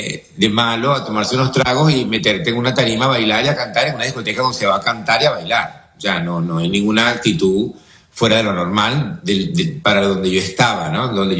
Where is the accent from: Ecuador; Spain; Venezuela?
Venezuela; Barquisimeto, Lara; born there; Yo nací en Venezuela, en la ciudad de Barquisimeto, y soy venezolano de nacimiento. Y por herencia, mi padre nació en Italia hace algunos años. Nos otorgó a sus hijos la nacionalidad italiana.